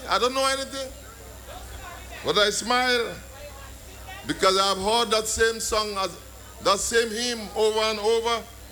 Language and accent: English; Rose Hill, Saint Patrick, Grenada; Welcome. Every one of you to my hometown, my home village. I was born just down the road there, just a stone throw away. But now I live up the road, up by the pasture.